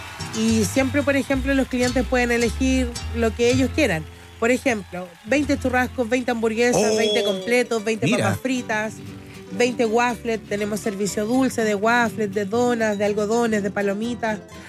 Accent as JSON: {"language": "Spanish", "town": "Pudahuel", "region": "Santiago Metropolitan Region", "country": "Chile", "said": "Nosotros somos de Pudahuel"}